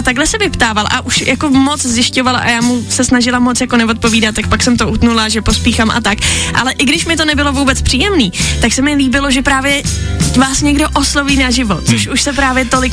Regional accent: Prague, Czechia; A říká, jsi z Prahy? Nebo jsi z Prahy? A já říkám, jo

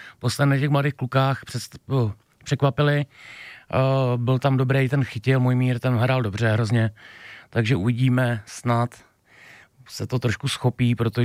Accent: East Bohemia, Czechia; No a ve východočeském derby, odkud pocházím já, tak hráli doma Hradec s Pardubicema

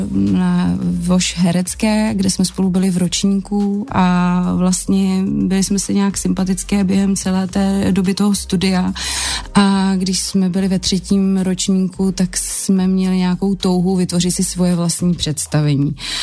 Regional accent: Plzeň, Plzeň Region, Czechia; moved away; tak já jsem měla nějakou potřebu vrátit se do Plzně v té tvůrčí činnosti, protože jsem původem Plzeňačka, takže zpátky ke kořenům

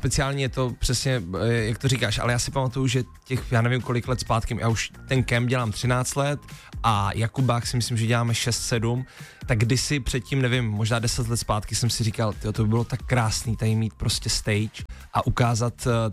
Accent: Brno, South Moravian Region, Czechia; a já budu nejvíc rád, když přijdete a oslavíme to všichni spolu v mým rodném městě v Brně.

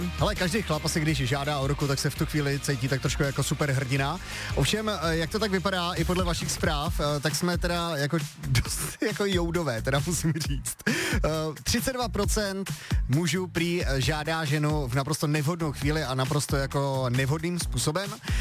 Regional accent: Plzeň, Plzeň Region, Czechia; to já jako rodilej Plzeňák oceňuju

